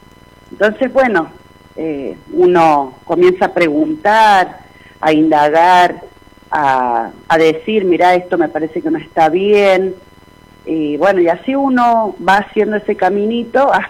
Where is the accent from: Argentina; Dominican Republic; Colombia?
Argentina; San Juan; moved away as an adult; now in Chubut, Argentina; En mi caso, yo comencé trabajando en San Juan, porque bueno, yo soy de San Juan, pero hace más de 21 años que vivo acá en la Patagonia, en Chubut.